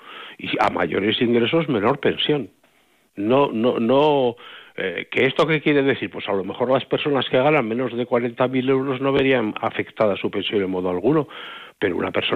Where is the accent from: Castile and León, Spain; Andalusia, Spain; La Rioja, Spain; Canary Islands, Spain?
Castile and León, Spain; Burgos; Yo soy de Burgos, recuerdo aquello que contaban del Cid